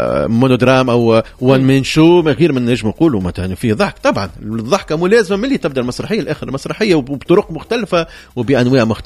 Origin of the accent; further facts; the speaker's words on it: Tunisia; وهذا صاير عندنا في تونس الداخل